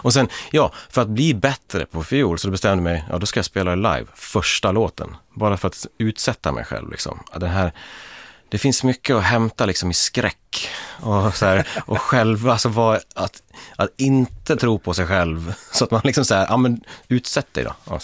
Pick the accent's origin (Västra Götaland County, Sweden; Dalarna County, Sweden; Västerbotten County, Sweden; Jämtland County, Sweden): Dalarna County, Sweden; Leksand; jag är liksom uppvuxen i Leksand, i epicentret för det där.